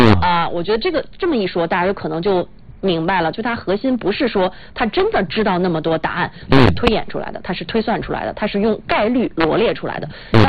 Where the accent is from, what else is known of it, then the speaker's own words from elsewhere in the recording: China; 这是我们中国人语境当中出现最多的一种逻辑顺序。